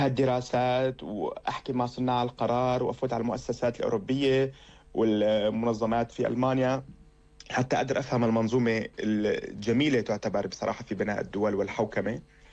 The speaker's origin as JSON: {"language": "Arabic", "country": "Syria", "moved": "as an adult", "lives_now": "Germany", "said": "مثل الإنجليزي إنه عندنا بسوريا درسنا."}